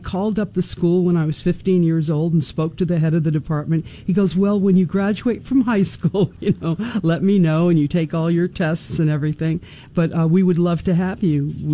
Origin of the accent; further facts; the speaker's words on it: Miami, Florida, United States; I'm from Miami, Florida, originally.